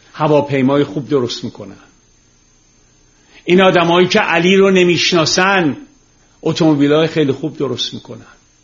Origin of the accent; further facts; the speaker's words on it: Tehran, Tehran Province, Iran; چون ما تو گل و شل بزرگ شدیم، من روزی که خیابون کوچه های تهرون رو تیر میذاشتم که سیم برق بکشن یادمه. خونه ما که برق کشیدن